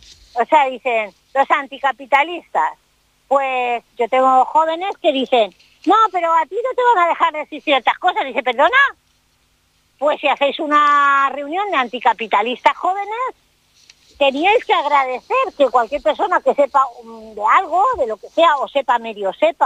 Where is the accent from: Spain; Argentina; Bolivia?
Spain